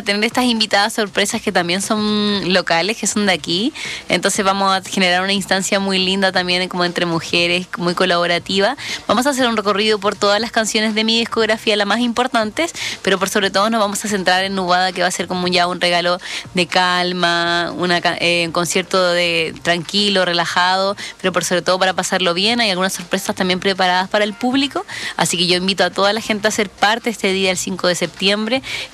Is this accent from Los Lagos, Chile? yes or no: yes; Puerto Montt, Los Lagos, Chile; now in Barcelona, Spain; mañana estaré en Puerto Montt, mi tierra.